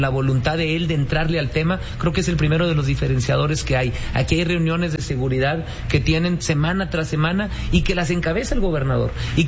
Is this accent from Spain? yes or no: no; Coahuila, Mexico; somos los coahuilenses